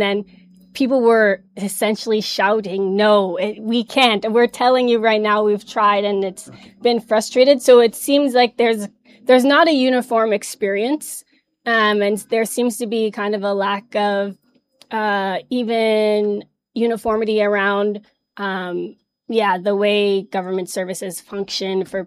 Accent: Canada; now in Ghana; So I'm from Canada, so mine has C-A-N and then the number.

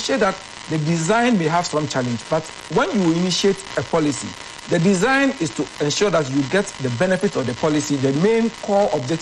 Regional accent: Upper East, Ghana; I come from the Upper East.

